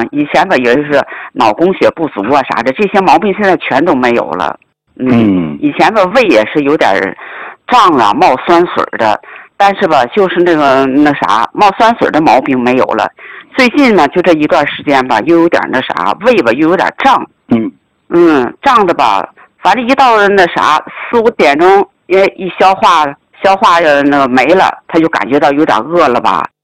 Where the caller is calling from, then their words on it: Tianjin, China; 我来自天津市津南区，津南区的一位学员， … 我出生在59年，农历是9月18